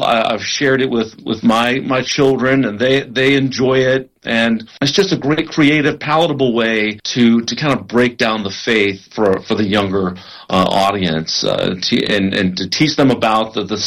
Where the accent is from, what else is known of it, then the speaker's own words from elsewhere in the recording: Birmingham, Alabama, United States; Yeah, I grew up in Birmingham, Alabama